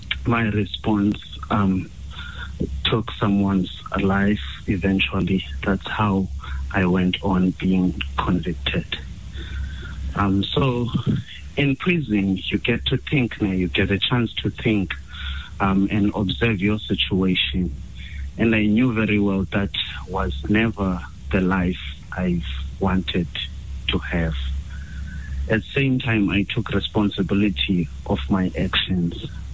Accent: Cape Town, Western Cape, South Africa; I was born in October 1988. I'm one of 15 children, three brothers and single sister. I grew up inside the Khayelitsha in Cape Town. I was raised by a single parent.

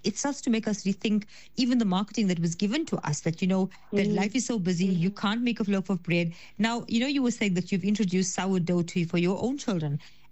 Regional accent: South Africa; as an Indian, you know, our South African culture

